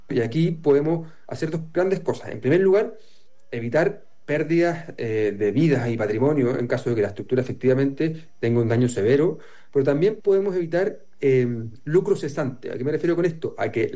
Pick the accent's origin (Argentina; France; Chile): Chile; yo soy chileno y en Chile lo hemos sufrido